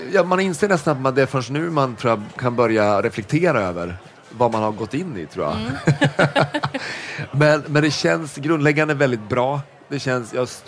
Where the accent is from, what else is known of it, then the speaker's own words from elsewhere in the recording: Norrland, Sweden; moved away as an adult; now in Stockholm, Sweden; Jag är från Norrland egentligen. Mm. Så jag är uppvuxen i norra Sverige.